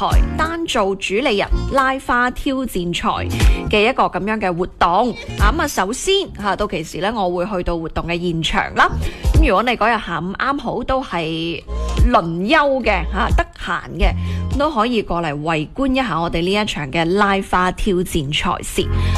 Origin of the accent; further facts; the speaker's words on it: Guangdong, China; 作為我們廣東人來說、廣東真的很多寶藏。